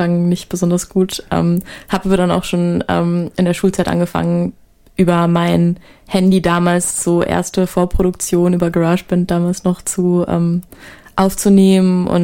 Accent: Kiel, Schleswig-Holstein, Germany; also born or lived in Australia; ich komme eigentlich aus Kiel

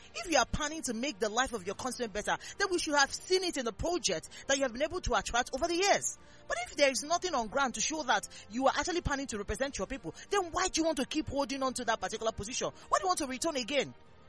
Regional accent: Abia, Nigeria; I'm from Ogunawa

